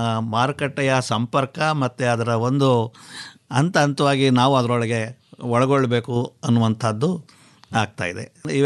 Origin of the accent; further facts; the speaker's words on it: Mandya district, Karnataka, India; ನಾವು ಮಂಡ್ಯ ಜಿಲ್ಲೆಯವರೇ, ಅಲ್ಲಿ ನಮ್ಮ ಬೋರ್ಡಲ್ಲಿರುವಂಥವರೆಲ್ಲ ಸಾಕ ಎಲ್ಲರೂ ಮಂಡ್ಯ ಜಿಲ್ಲೆಯಲ್ಲೇ ಇದ್ದೀವಿ, ಅಲ್ಲೇ ಕೆಲಸ ಮಾಡ್ತಾ ಇದ್ದೀವಿ.